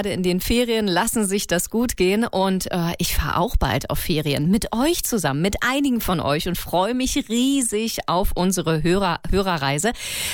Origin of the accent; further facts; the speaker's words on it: Berlin, Germany; Ich bin ja Berliner Mädchen.